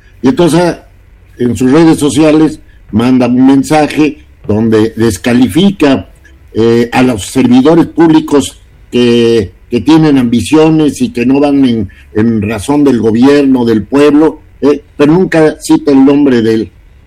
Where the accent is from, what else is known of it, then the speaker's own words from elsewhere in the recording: Mexico; a mí me da tristeza como mexicano, porque a mi edad nunca había visto lo que estoy viendo actualmente.